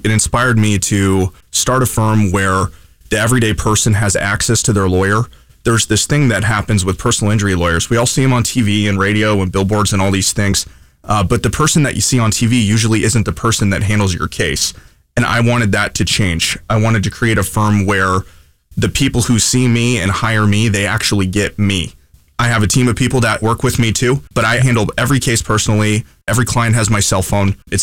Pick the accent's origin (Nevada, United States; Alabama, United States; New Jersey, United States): Nevada, United States; Las Vegas; I worked at a really big firm in my hometown, Las Vegas, for many years.